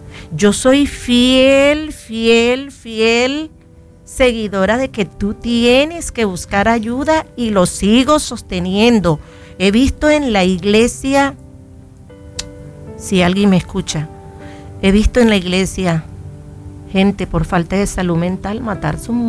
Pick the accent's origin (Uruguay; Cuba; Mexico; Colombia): Colombia; Y como somos los colombianos